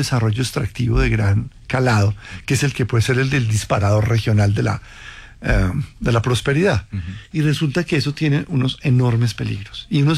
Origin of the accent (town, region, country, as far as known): Colombia